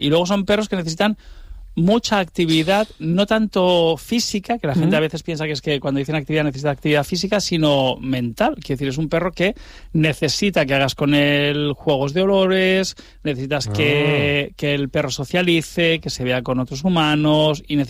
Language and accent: Spanish; Montgat, Catalonia, Spain; also born or lived in Premià de Mar; yo soy catalán, pero vamos, nacido en Premia de Mar, es decir, en la costa del Maresme, y luego yo vivía en Montgat, que está entre Badalona y Masnou, es decir, en la costa del Maresme, pegadito a Barcelona